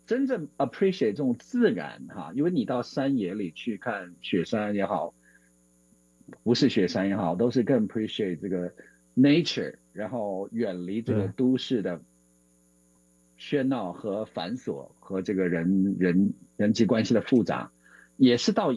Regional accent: Wuhan, Hubei, China; moved away; 因为我是在城市里长大的孩子哈，从小呢在武汉生活长大，就在武昌，然后呢一直就觉得我是个 city boy

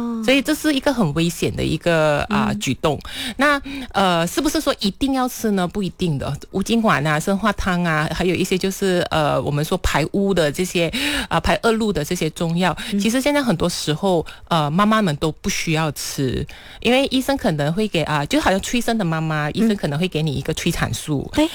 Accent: Malaysia; 我们马来西亚这边其实是比较偏向于南方的习俗，尤其是广东那一带的

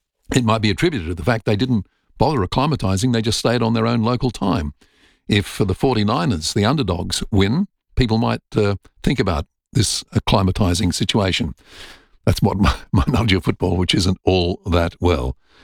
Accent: Melbourne, Victoria, Australia; And I remember growing up in Melbourne, the fact that on a Saturday you'd have nothing to do and your footy team was out of the competition or not doing well.

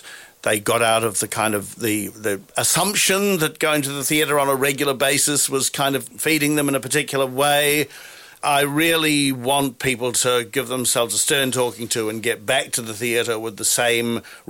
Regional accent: New Zealand; born or raised there; now in Sydney, Australia

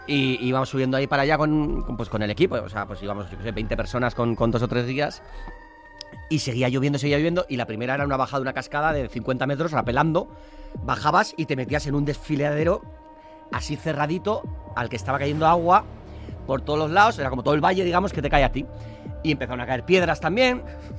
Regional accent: San Sebastián, Basque Country, Spain

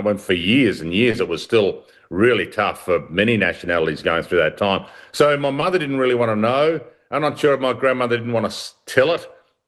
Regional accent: Australia; there were little things like that as an Australian kid growing up that I had to get a little bit of an understanding that it was still tough.

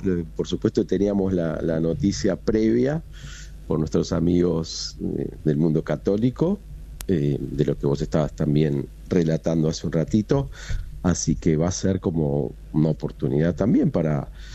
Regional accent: Argentina; todos como argentinos, que somos un pueblo hospitalario

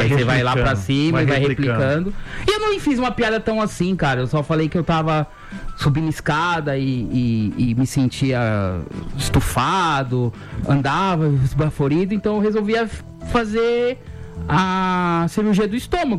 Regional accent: São Paulo, Brazil; É, na verdade, eu sou paulistano

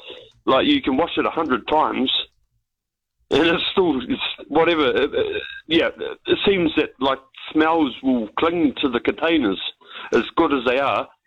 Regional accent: Canterbury, New Zealand; Look, I'm from Canterbury, and obviously I was a fan of Fraser

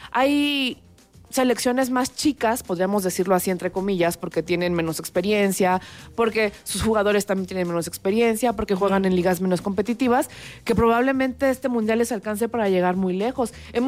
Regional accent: Mexico

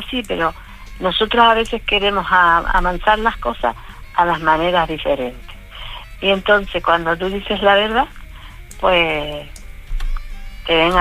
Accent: Canary Islands, Spain; porque yo soy canaria, ¿eh? De la isla de enfrente.

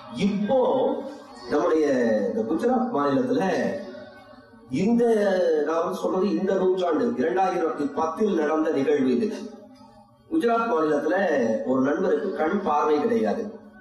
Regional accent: Thiruvarur, Tamil Nadu, India; born there; moved away; நான் திருவாரூரிலே பிறந்தவன்.

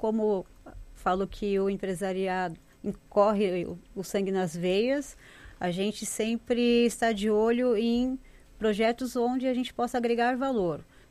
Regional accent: São Paulo, Brazil; now in Santa Catarina, Brazil; Porque quando a gente vem de São Paulo, vem de fora, a gente vem com uma cultura totalmente diferente.

